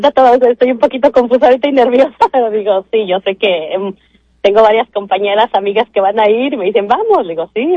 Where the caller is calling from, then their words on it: Tacoma, Washington, United States; Aquí en el área de Tacoma.